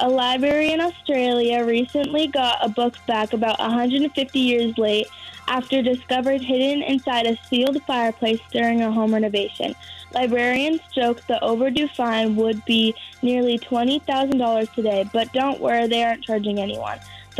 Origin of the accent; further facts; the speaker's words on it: Oregon City, Oregon, United States; I'm from Oregon City. I go to school at Tomwater. I'm going into seventh grade.